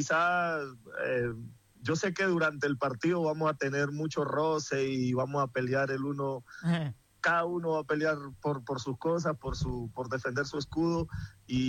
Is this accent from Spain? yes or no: no; Colombia; como colombiano y jugador vigente